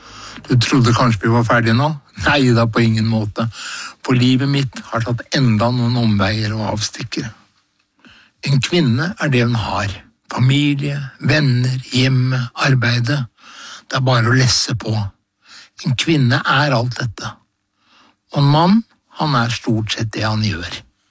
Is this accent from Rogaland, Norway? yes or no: no; Horten, Vestfold, Norway; moved away as an adult; now in Oslo, Norway; som var mitt første stopp som florist og blomsterdekoratør da jeg kom fra Horten til hovedstaden på 70-tallet.